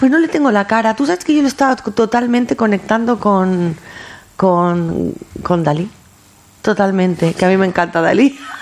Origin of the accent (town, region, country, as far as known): Mahón, Balearic Islands, Spain; born or raised there